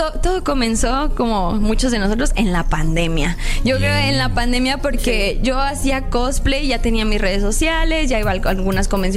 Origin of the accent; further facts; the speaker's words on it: Mexico; Yo creo que muchos de los mexicanos podrán estar de acuerdo conmigo porque todos crecimos viendo anime en el Canal 5.